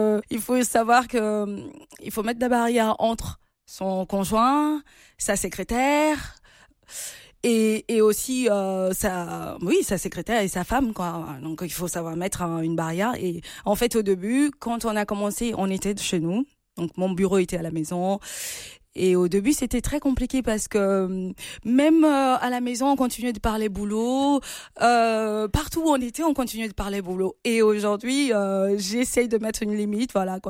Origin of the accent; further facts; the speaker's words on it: Gabon; moved away as an adult; now in France; Moi, je viens du Gabon